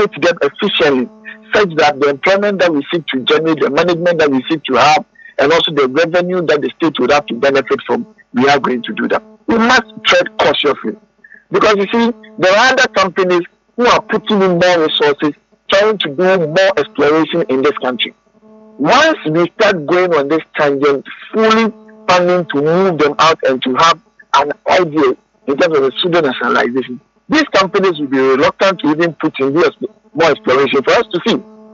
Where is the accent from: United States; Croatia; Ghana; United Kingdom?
Ghana; we are all Ghanaian.